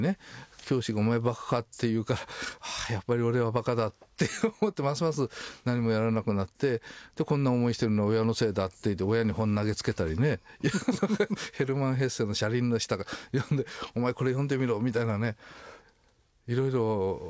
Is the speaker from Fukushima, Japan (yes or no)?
no; Ehime, Japan; also born or lived in Matsuyama; 私愛媛県の山奥の出身なんですね。まあ、30軒ぐらいしか家がない山の中で